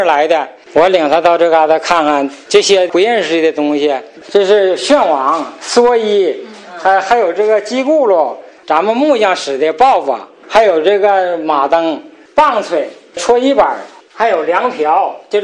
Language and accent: Chinese; Sunjia Village, China; 是，从小就在这儿长大的。